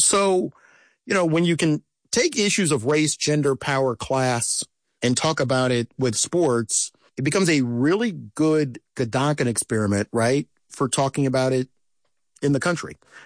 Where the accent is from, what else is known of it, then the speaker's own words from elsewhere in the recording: United States; my hometown newspaper gets raided by the FBI and they're executing search warrants at the Washington Post.